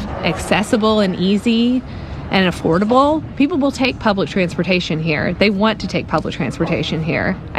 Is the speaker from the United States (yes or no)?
yes; St. Matthews, Kentucky, United States; I grew up in St. Matthews, which is also part of the district.